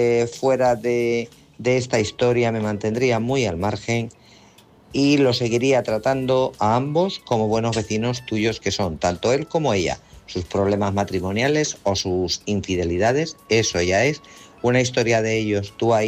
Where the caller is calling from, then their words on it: Guadalajara, Castilla-La Mancha, Spain; de Guadalajara.